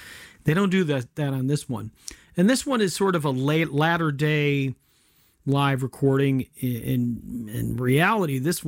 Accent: Rochester, New York, United States; accent: Rochester; is that my Rochester accent coming up?

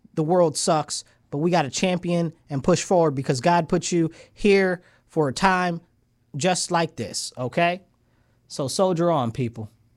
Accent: United States; I'm American.

